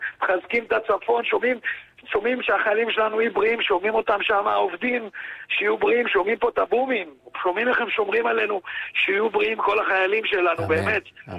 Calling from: Petah Tikva, Central District, Israel; אנחנו מפתח תקווה

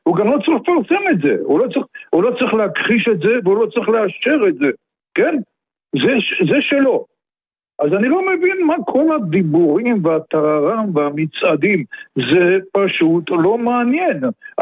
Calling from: Petah Tikva, Central District, Israel; אני מפתח תקווה.

